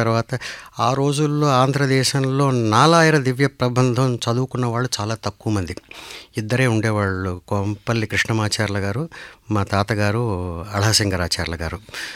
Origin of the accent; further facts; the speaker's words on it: Chennai, Tamil Nadu, India; నేను తమిళనాడులోనే పుట్టాను, పెరిగాను, ఇప్పుడు మీ ముందు కూర్చుని ఇలా స్వచ్ఛంగా తెలుగులో మాట్లాడుతున్నాను